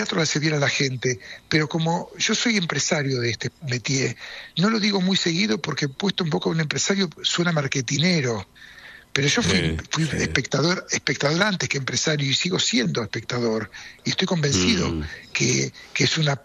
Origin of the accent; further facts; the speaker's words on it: Buenos Aires, Argentina; born there; Recién en la comida le dije a Jorge Suárez, yo nací en Mataderos.